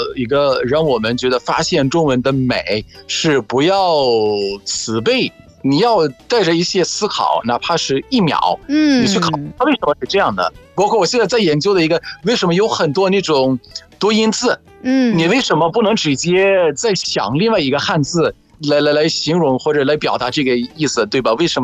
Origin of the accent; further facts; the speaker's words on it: Egypt; Chinese is a second language; ，我是来自埃及的